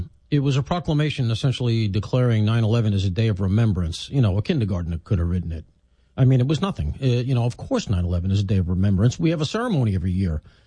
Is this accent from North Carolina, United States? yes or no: no; New York, United States; But as a New Yorker, as somebody who spent a lot of time down there